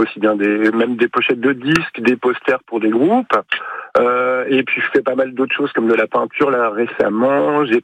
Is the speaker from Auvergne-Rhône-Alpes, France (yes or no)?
no; Dunkirk, Hauts-de-France, France; moved away as an adult; now in Chocques, France; je suis originaire de Dunkerque. À la base, je suis un fils de gendarme.